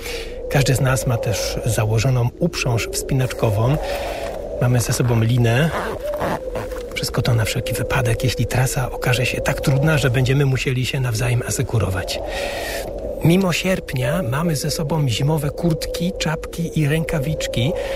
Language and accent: Polish; Silesian Voivodeship, Poland; now in Germany; mimo że przecież w Beskid w dzieciństwie miałem bliżej, bo wychowałem się na Górnym Śląsku.